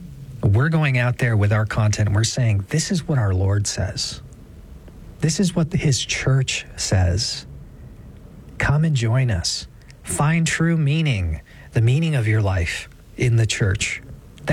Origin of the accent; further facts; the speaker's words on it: Houston, Texas, United States; I'm from Houston